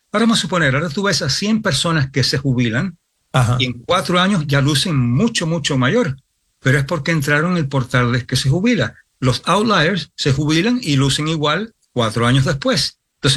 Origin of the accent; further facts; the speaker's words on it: New York, United States; now in Spain?; Cuando yo me crié en Nueva York y vivía en un barrio donde no había muchos hispanos, mi familia es de España, pero hispanos, hispanos.